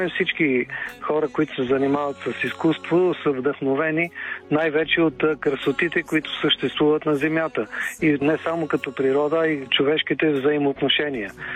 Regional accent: Pazardzhik, Pazardzhik Province, Bulgaria; Аз съм от Пазарджик

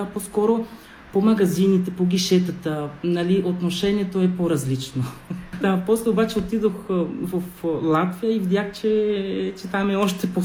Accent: Cádiz, Andalusia, Spain; Bulgarian is a second language; moved away as an adult; now in Sofia, Bulgaria; съм от южната част на Испания, което е още по-различно. Андалусия, където е Севилия, Кадис, аз съм родом от Кадис.

